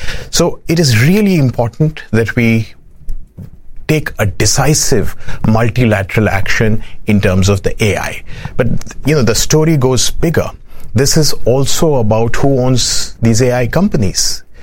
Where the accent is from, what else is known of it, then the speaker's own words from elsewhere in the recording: India; whether I come from India, so I've seen movements in Sri Lanka, in Bangladesh, in Nepal, changing regimes.